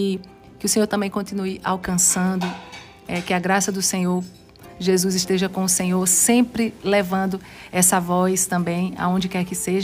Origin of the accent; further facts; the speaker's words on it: Pernambuco, Brazil; eu digo assim, que eu sou pernambucana, não tem erro.